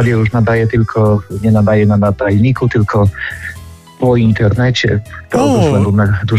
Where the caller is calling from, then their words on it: Toronto, Ontario, Canada; Ja dzwonię z Toronto, wasz słuchacz.